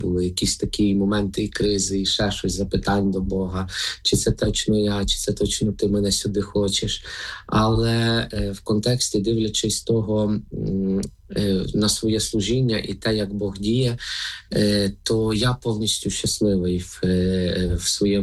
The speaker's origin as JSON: {"language": "Ukrainian", "region": "Lviv Oblast", "country": "Ukraine", "tie": "born or raised there", "said": "я вже був тоді знайомий найбільше, так, з Мукачівською дієцезією, хоч родом я сам з Львівської, так."}